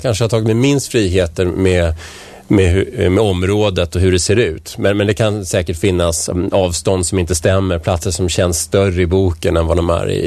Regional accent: Vällingby, Stockholm County, Sweden; also born or lived in Strängnäs; now in Nacka, Sweden

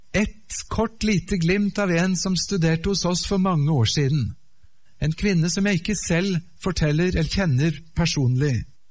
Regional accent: Japan; also born or lived in Norway / Oslo, Norway / United States / Germany; Jeg kommer altså ifra Norge, men jeg ble født i Japan. Jeg vokste opp der som barn av misjonærer. Mine foreldre var der i 25 år. Så jeg fikk min barndom og oppvekst

